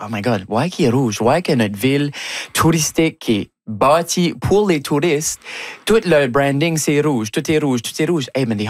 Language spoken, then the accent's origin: French; Shediac, New Brunswick, Canada; now in Montreal, Canada; je veux retourner à pas Moncton, à Shediac, là où j'ai grandi.